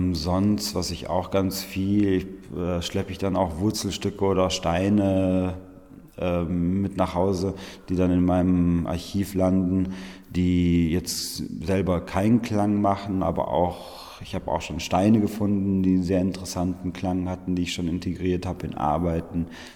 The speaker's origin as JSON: {"language": "German", "area": "Val Gardena, a Ladin valley", "region": "Trentino-Alto Adige", "country": "Italy", "tie": "born or raised there", "said": "Also ich bin selber auf dem Bauernhof aufgewachsen, auf dem Bergbauernhof auf 1500 Metern im Gardatal, in einem ladinischen Tal, und bin deshalb aufgewachsen mit landwirtschaftlicher Arbeit"}